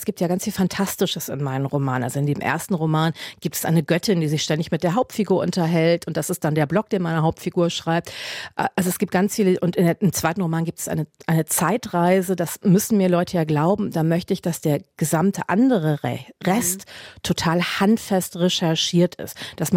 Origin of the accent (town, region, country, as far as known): Germany